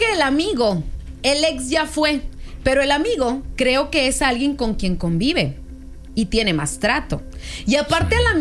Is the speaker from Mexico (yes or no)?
yes; Chapala, Jalisco, Mexico; Me estoy acordando que soy de Chapala, me estoy acordando.